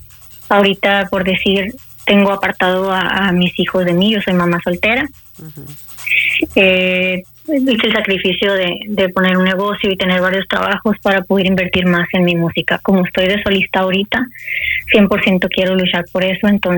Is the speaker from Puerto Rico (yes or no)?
no; Caborca, Sonora, Mexico; born there; now in Puerto Peñasco, Mexico; Yo soy nacida en Caborca, Sonora, pero tengo 10 años viviendo en Puerto Peñasco.